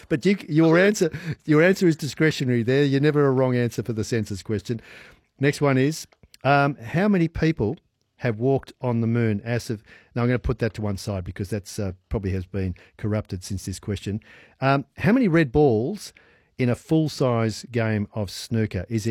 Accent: Sydney, New South Wales, Australia; now in Melbourne, Australia; I mean, I grew up in Sydney. I chose to live in Melbourne. I love both cities.

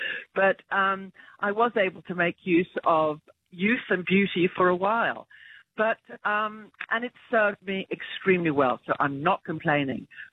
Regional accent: England, United Kingdom; now in Australia; I grew up in England, so I didn't grow up particularly with skincare protocols.

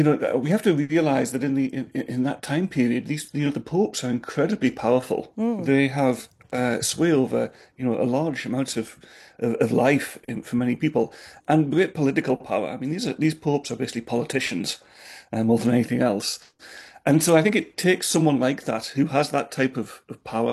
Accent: United Kingdom; I'm originally British, so I feel no allegiance

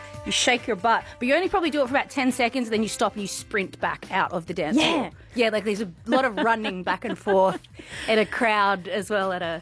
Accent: Queensland, Australia; also born or lived in Melbourne; now in Darwin, Australia; But I grew up in Queensland, but it's not really a part of this story. And I moved to the NT from Melbourne, where I was working as a sound engineer and stuff down there.

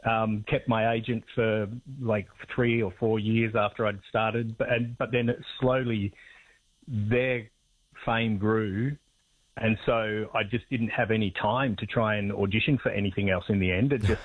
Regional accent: South Australia, Australia; But the irony of it is that I grew up in South Australia

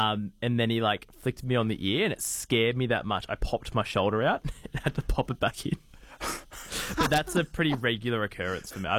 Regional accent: Australia; There's no better feeling as an Aussie to beat someone wearing the red, white, and blue, being from the UK.

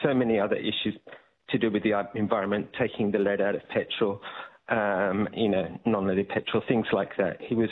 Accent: Perth, Western Australia, Australia; from Perth.

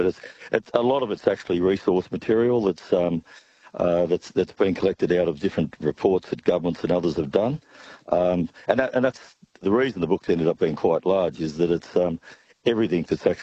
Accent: Walkerville, Australia; I'm from Walkerville

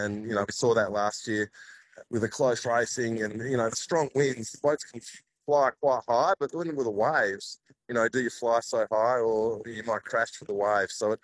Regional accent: Fremantle, Western Australia, Australia; I grew up racing here in Fremantle and, you know, on the Swan River.

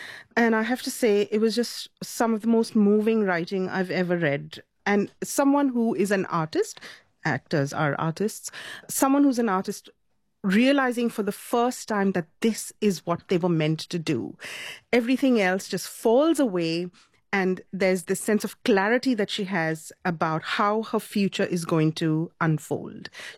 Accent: India; Growing up in India, we had a very different 80s

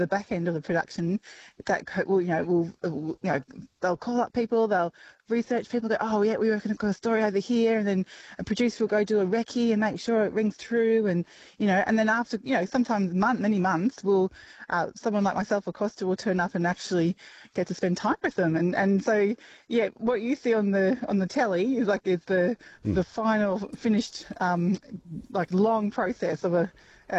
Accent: Brisbane, Queensland, Australia; because I grew up in Brisbane, sunny Queensland

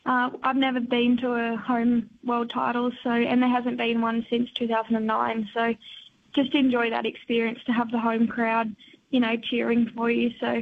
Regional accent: Grafton, New South Wales, Australia; Yeah, so we grew up in Grafton.

